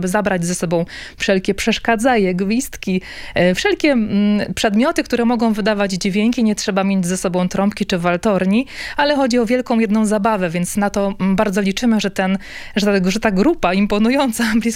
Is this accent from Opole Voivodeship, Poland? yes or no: no; Silesian Voivodeship, Poland; a teraz ta funkcja delikatnie u nas na Górnym Śląsku zanika